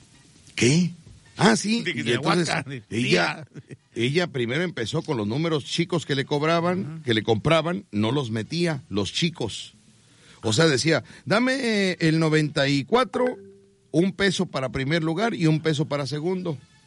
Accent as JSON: {"language": "Spanish", "region": "Veracruz", "country": "Mexico", "tie": "born or raised there", "said": "todos crecimos en la Huaca. Y entonces, fíjate que los que nacimos ahí"}